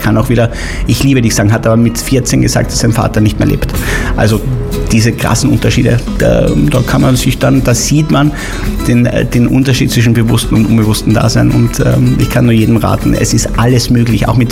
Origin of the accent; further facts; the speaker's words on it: Austria; moved away; Also ich bin Österreicher